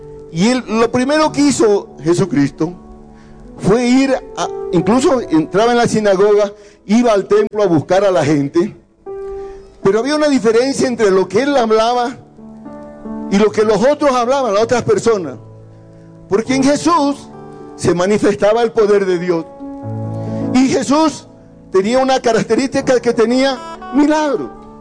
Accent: Bolivia; born there; moved away; also born or lived in Honduras; yo soy nacido aquí en Bolivia, pero vivía en Honduras, en el extranjero.

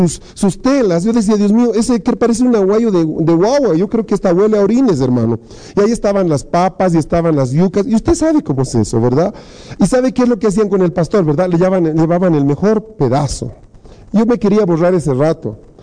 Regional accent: Bolivia; Somos bolivianos, tenemos mucha energía, somos a todo terreno, estamos dispuestos casi para comer cualquier cosa.

